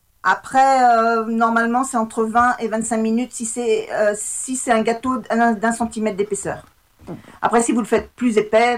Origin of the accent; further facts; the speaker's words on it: Nouvelle-Aquitaine, France; chez nous, dans le Poitou